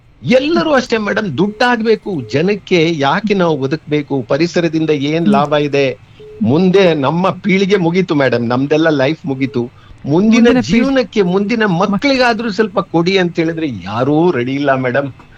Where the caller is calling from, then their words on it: Shivamogga, Karnataka, India; ನಮ್ಮ ಊರ್ನವರು ಮಲೆನಾಡವರು